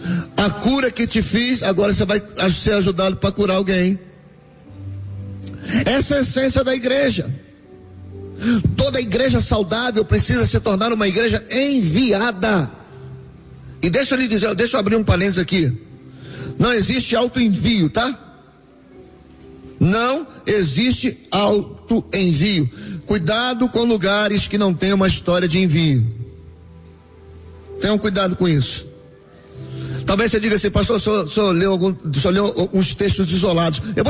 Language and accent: Portuguese; Nova Iguaçu, Rio de Janeiro, Brazil; Eu sou de Nova Iguaçu